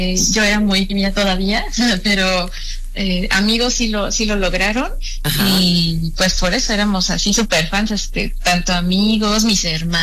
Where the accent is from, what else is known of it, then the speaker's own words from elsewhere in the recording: Mexico City, Mexico; now in Cuernavaca, Mexico; bueno, yo soy de la Ciudad de México.